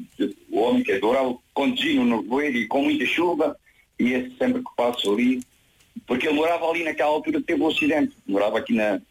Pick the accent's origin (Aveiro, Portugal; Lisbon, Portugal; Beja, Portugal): Beja, Portugal; Almodóvar; born there; se costuma dizer que nasci mesmo em Almodóvar